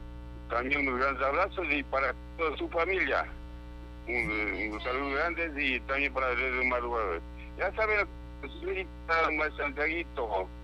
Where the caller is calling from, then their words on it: Ecuador; yo soy de aquí, de Galpón.